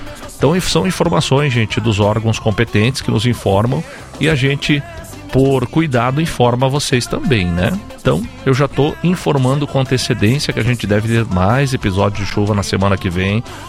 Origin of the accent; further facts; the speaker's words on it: Brazil; Eu me criei ali na Vila Argentina, né, na casa da minha mãe. E ali é um dos primeiros lugares que pega enchente